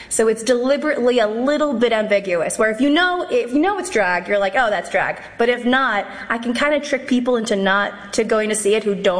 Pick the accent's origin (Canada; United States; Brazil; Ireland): Canada; no. No. So, and I'm Canadian, so it's even worse.